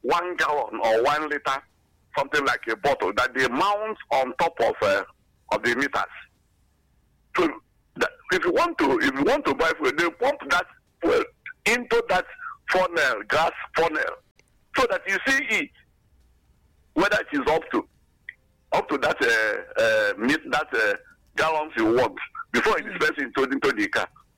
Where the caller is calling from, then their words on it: Ukana, Akwa Ibom, Nigeria; from Ukana.